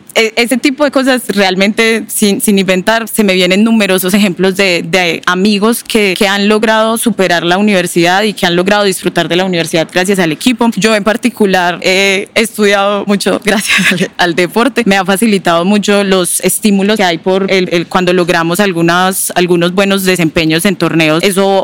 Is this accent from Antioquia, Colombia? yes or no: yes; Medellín, Antioquia, Colombia; yo sí soy de Medellín